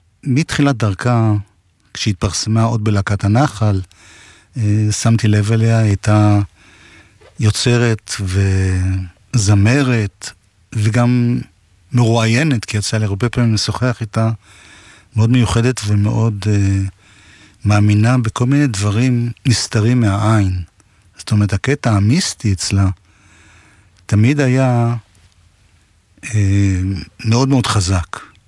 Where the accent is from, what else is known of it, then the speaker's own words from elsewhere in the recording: Jerusalem, Jerusalem District, Israel; כיוון ששנינו גדלנו באותה עיר, אני ילד 54, היא כמה חודשים אחריי, העיר ירושלים.